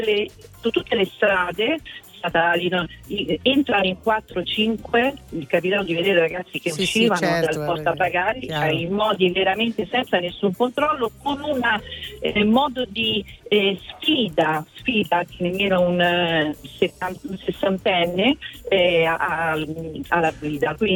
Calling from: Lazio, Italy; Io chiamo dalla provincia di Roma, vicino

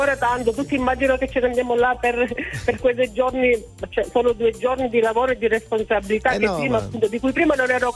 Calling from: Polizzi Generosa, Sicily, Italy; sono di Polizia Generosa, provincia di Palermo, Sicilia. Ieri si sono stimate le elezioni nel nostro paese, che è una piccola comunità di 2500 abitanti.

